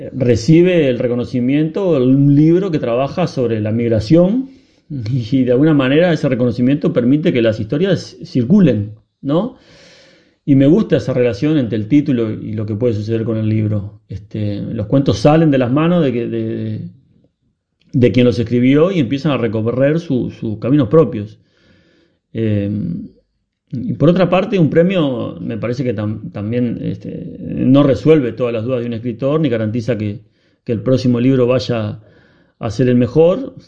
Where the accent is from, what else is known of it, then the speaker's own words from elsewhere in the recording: Mercedes, Argentina; moved away; Y yo, que soy del interior, de Mercedes, de ahí salí cuando me tocó irme.